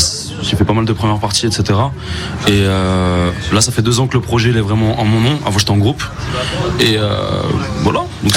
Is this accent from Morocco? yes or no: no; Metz, Grand Est, France; Moi, je viens de Metz.